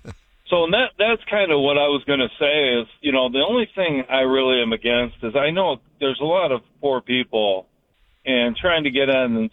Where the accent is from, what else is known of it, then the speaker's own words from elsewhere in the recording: Ohio, United States; Yeah, well, I'm 60 and never did it, so I've lived in Ohio my whole life.